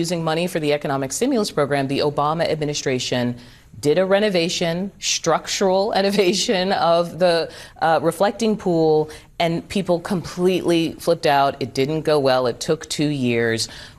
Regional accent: Boston, Massachusetts, United States; my hometown of Boston

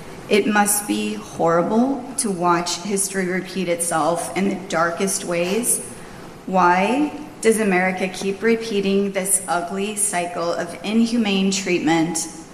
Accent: Los Angeles, California, United States; I'm from Los Angeles.

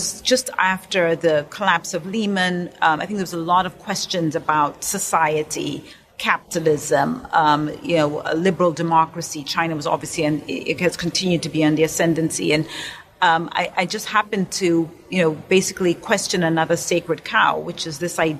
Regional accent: Zambia; moved away as an adult; I was born in Zambia at a time when blacks were not issued birth certificates

